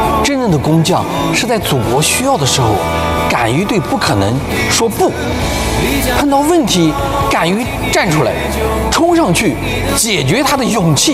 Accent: China; 我们中国人不仅能做到，还能做得更好

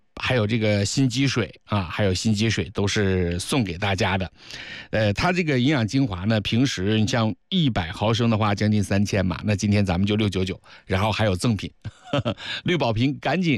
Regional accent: Zhejiang, China; 对于我们浙江人

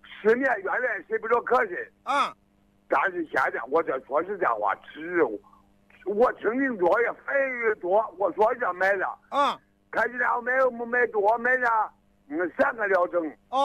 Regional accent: Henan, China; now in Qianjiang, China; 我是老家是河南的，我现在是58年，我到了湖北湛江了。

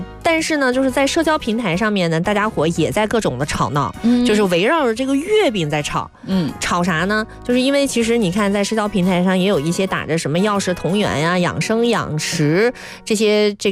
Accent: Northwest China, China; now in Guangdong, China; 哪怕我是一个北方人，你看我在西北以前小时候也没吃过双黄白莲蓉

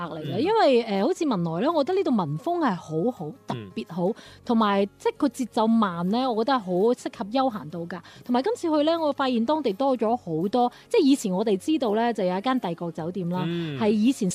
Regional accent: China; 包括我哋中國人啦

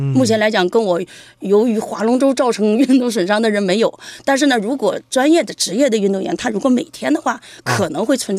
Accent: Dalian, Liaoning, China; moved away as an adult; now in Beijing, China; 因为我算是一个北漂嘛，我的老家是大连的。

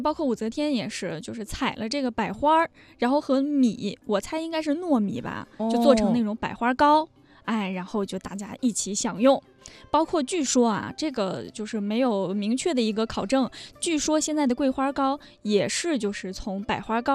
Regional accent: Shanxi, China; 我山西人，就槐花树挺多的

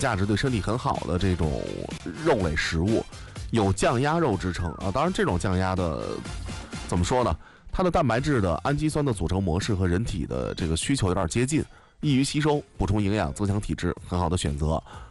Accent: Anhui, China; 尤其咱们安徽人对吃鸡太讲究了

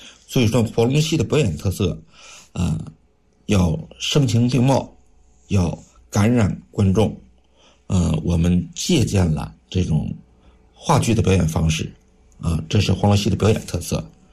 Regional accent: Northeast China, China; 东北农村呢更能代表我们东北人的性格东北的风貌东北人的这种深情和执着淳朴

